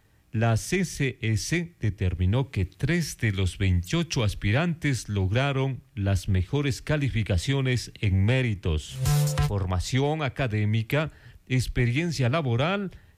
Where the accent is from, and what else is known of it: Ecuador